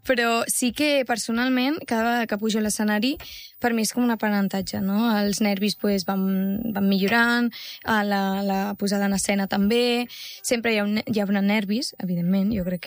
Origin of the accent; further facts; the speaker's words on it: Catalonia, Spain; la sort que tenim la gent del Maresme de viure en un poble.